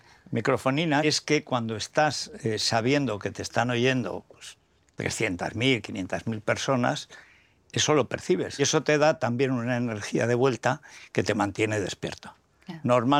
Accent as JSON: {"language": "Spanish", "town": "Orihuela del Tremedal", "region": "Aragon", "country": "Spain", "tie": "born or raised there", "said": "Pues yo nazco en un pueblo en los Montes Universales, que se llama Orihuela del Tremedal, en la provincia de Teruel, en una familia muy humilde. Mi padre era zapatero, mi madre era la maestra del pueblo y soy el primero de 3 hermanos."}